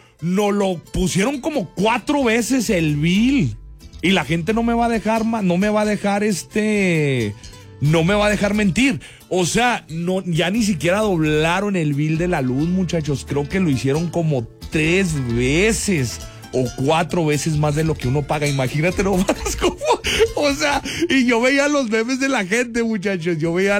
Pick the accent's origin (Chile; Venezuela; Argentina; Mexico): Mexico; Uno como mexicano